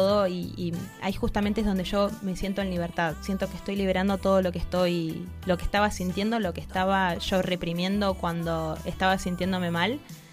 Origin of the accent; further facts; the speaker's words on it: Trelew, Chubut, Argentina; moved away as an adult; also born or lived in Comodoro Rivadavia; now in Buenos Aires, Argentina; Yo soy de Trelew, o sea, si bien nací en Comodoro, me crié en la ciudad de Trelew, en Chubut.